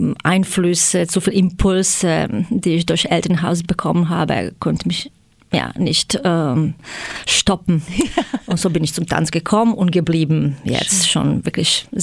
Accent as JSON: {"language": "German", "town": "Zagreb", "region": "City of Zagreb", "country": "Croatia", "second_language": "German", "moved": "yes", "said": "Okay, ich komme aus Kroatien, in Zagreb geboren. Mhm. Und hier zugezogen in August, vor einem Monat jetzt."}